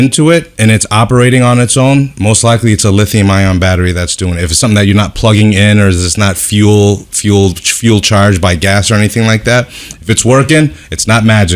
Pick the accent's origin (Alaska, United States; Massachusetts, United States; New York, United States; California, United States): New York, United States; Rochester; Born and raised in Rochester.